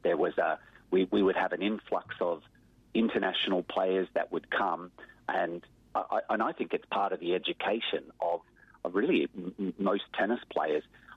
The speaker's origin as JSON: {"language": "English", "town": "Adelaide", "region": "South Australia", "country": "Australia", "tie": "born or raised there", "said": "And for me, growing up in Adelaide"}